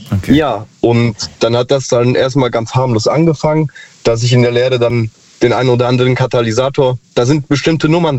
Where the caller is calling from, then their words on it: Hesse, Germany; Ich bin aus der Ecke zwischen Marburg und Kassel, also Nordhessen.